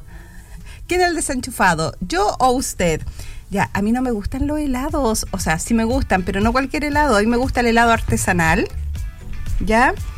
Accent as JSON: {"language": "Spanish", "country": "Chile", "said": "Yo creo que yo soy la única chilena."}